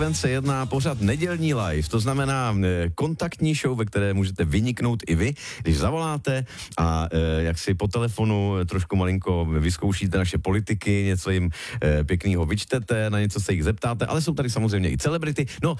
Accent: Moravia, Czechia; Já jsem normální Moravák, Moravák jak stehno, žádná náplava tady

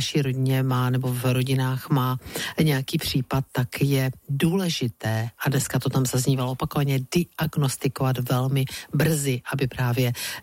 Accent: Brno, South Moravian Region, Czechia; protože jsem Brňačka, je prostě něco neskutečného

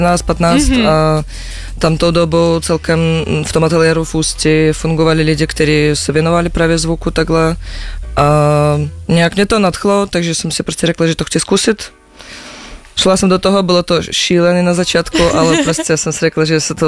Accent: Belarus; now in Czech Republic; jsem z Běloruska, bydlím v Čechách 12 let

